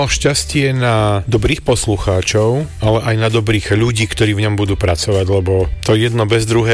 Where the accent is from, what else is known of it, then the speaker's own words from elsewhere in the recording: Banská Bystrica, Banská Bystrica Region, Slovakia; Ja som človek, ktorý na rozhlase vyrástol ako chlapec v Banskej Bystrici